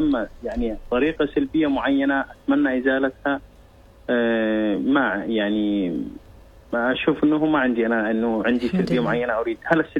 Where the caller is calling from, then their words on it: Seeb, Muscat Governorate, Oman; اكلمك من ولاية السيب المعبيلة.